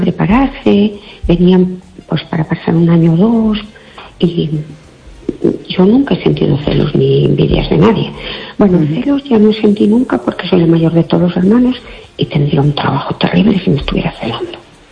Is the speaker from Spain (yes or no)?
yes; Fene, Galicia, Spain; Buenas noches … de Fene. ¿Qué tal?